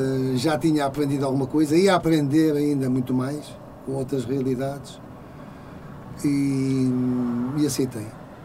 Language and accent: Portuguese; Matosinhos, Norte, Portugal; Matosinhos, nasci em Matosinhos. Meu pai é pescador.